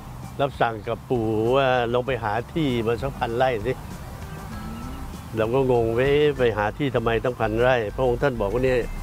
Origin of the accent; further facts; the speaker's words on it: Phetchaburi, Thailand; born there; ผลสุดท้ายก็เลยได้บ้านในบ้านตัวเองนะที่จังหวัดเพชรบุรีเพราะปู่เกิดที่จังหวัดเพชรบุรีนะ